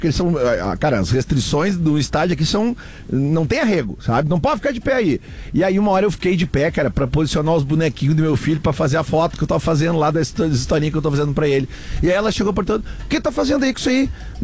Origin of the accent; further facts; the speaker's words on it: Porto Alegre, Rio Grande do Sul, Brazil; Daí eu falei: eu sou do sul do Brasil, de Porto Alegre.